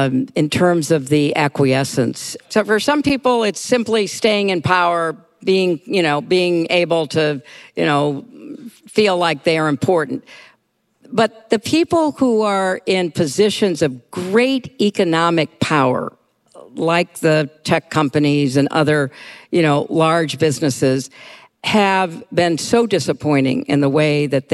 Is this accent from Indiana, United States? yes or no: no; New York, United States; But I'm not a Mainer. I'm a New Yorker.